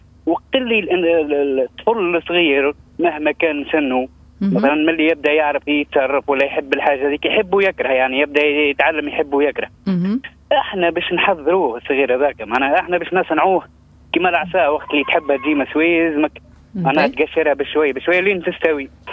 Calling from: Gafsa, Gafsa Governorate, Tunisia

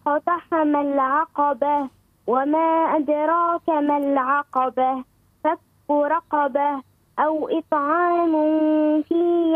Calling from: Gafsa, Gafsa Governorate, Tunisia

